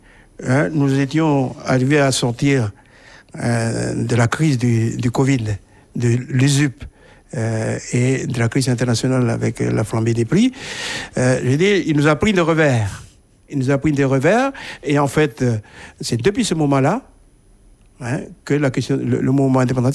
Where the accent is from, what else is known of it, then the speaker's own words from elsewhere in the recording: South Province, New Caledonia; pour nous les gens du Sud